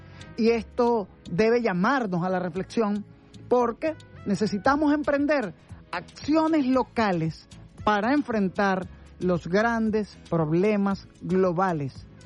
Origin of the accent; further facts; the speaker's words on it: Venezuela; nuestro compromiso como pueblo venezolano